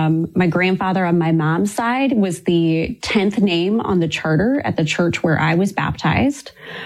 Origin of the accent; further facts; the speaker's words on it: Ohio, United States; So I grew up in a very rural part of Ohio, and my family, we were church goers.